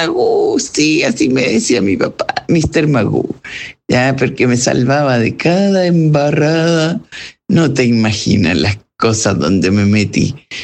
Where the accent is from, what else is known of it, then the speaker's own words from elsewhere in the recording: Santiago, Santiago Metropolitan Region, Chile; also born or lived in Viña del Mar; Primero partí de Santiago a Viña, porque yo soy santiaguina. Y me encantó estar en Viña. Y qué fuerte fue volver de Viña a Santiago.